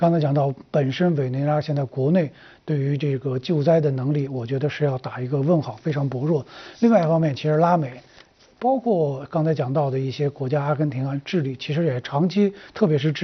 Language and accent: Chinese; China; 作为中国人来讲